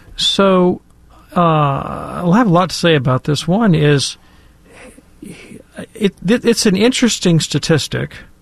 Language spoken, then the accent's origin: English; Alabama, United States; Alabama, my home state, which is overwhelmingly politically conservative and at least ideologically not favorable to divorce